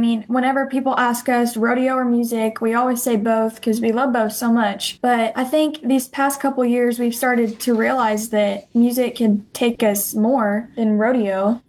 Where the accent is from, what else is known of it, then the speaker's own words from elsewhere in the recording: Texas, United States; We are 6th-generation Texans, and we're born and raised in the Texas Hill Country.